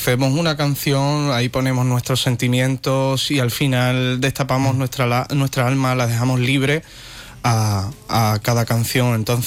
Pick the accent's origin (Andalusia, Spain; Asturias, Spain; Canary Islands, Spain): Andalusia, Spain; Huelva; Yo quiero mucho a mi tierra, ¿no? Porque yo soy de Huelva y siempre lo diré allá por donde vaya.